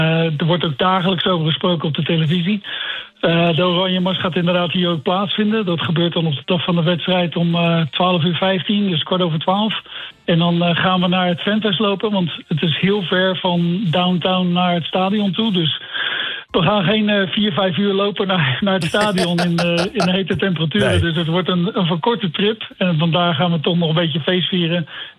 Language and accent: Dutch; Netherlands; now in Kansas City, United States; En als Nederlander, als je hier zit in Kansas City